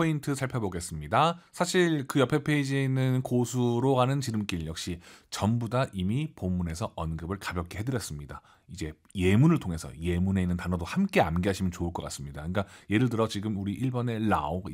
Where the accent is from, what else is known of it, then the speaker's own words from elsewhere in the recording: South Korea; 우리 한국인 입장에서는